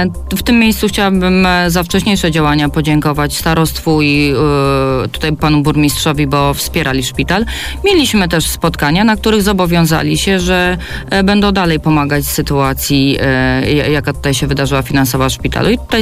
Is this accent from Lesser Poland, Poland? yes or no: no; Mława, Masovian Voivodeship, Poland; jestem tutaj rodowitą mławianką